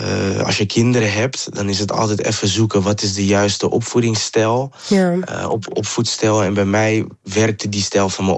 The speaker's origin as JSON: {"language": "Dutch", "town": "Amsterdam", "region": "North Holland", "country": "Netherlands", "said": "omdat ik oorspronkelijk van Amsterdam ben, werd ik overgeplaatst naar een crisisopvang in Amsterdam. Daar heb ik even verbleven en toen mocht ik begeleid gaan wonen"}